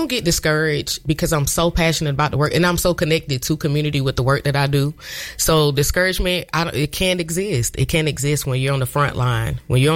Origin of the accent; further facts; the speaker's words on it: Augusta, Georgia, United States; now in Grovetown, United States; I grew up in South Augusta. So it's offensive because they're using it in an offensive term. But I also live in Grovetown now.